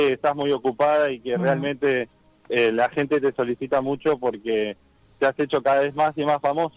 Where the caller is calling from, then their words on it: Mar del Plata, Buenos Aires Province, Argentina; Les hablo desde Argentina.